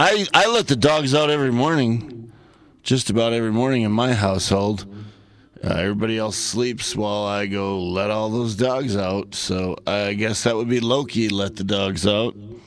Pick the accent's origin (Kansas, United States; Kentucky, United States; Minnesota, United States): Minnesota, United States; Minneapolis; I'm from Minneapolis